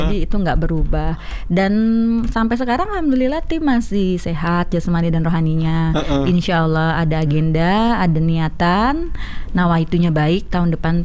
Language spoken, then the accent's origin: Indonesian; Aceh, Indonesia; born there; moved away; also born or lived in North Sumatra; saya sendiri adalah terlahir dari kota Sumatera Utara dan kampung halaman saya di Aceh